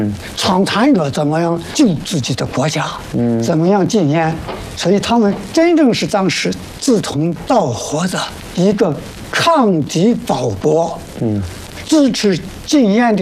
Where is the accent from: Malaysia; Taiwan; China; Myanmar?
China; Shaanxi